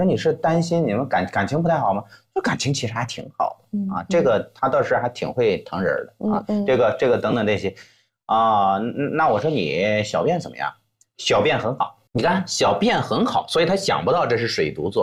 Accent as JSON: {"language": "Chinese", "country": "China", "said": "我们中国人"}